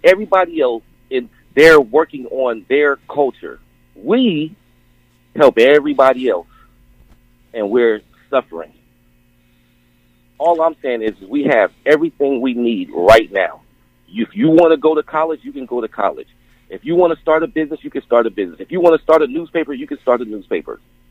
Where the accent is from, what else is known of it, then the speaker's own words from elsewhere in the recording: United States; how I grew up in America